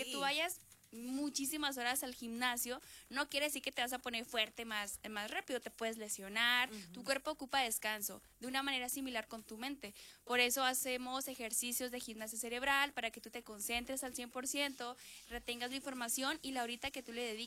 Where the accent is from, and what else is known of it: Mexico